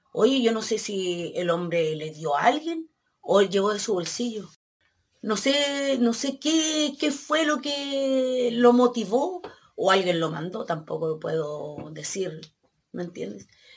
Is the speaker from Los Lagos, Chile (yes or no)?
no; Lirquén, Biobío, Chile; a mi pueblo a ayudarnos. Y no vi municipalidad, no vi gobierno, no vi nada, nada. Oye, yo, a mí me llamó la atención un momento, andábamos, parecíamos, no sé, alma en pena, todo Lirquén